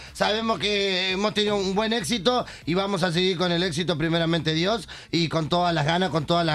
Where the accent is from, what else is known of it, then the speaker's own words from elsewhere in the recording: Argentina; nosotros somos de Argentina